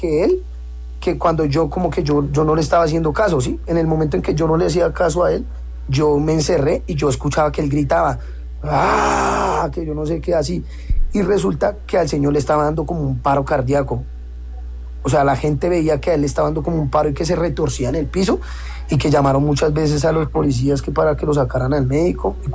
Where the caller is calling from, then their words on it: Bogotá, Colombia; como uno está en Bogotá, pues los que digamos que manejamos ahí la convivencia, pues somos personas de Bogotá